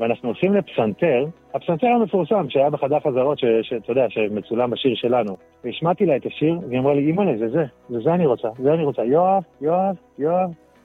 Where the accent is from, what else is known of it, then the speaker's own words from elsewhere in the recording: Rehovot, Central District, Israel; אני גדלתי ברחובות, ילד טוב רחובות